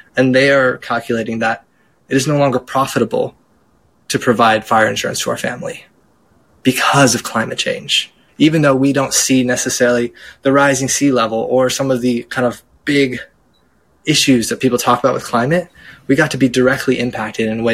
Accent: San Diego, California, United States; But I grew up in San Diego. And if you're familiar with Southern California, we have a lot of fires and increasingly a lot of fires.

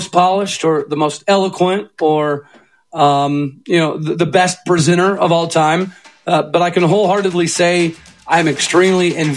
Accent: Enid, Oklahoma, United States; born there; I was born in Enid, Oklahoma.

